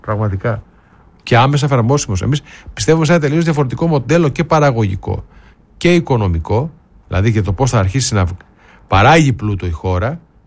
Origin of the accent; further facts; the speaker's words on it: Eitorf, North Rhine-Westphalia, Germany; Από το Άιτορφ, άρε Γιωργάρα μου. Εκεί γεννήθηκα και μεγάλωσα παιδιά στη Γερμανία.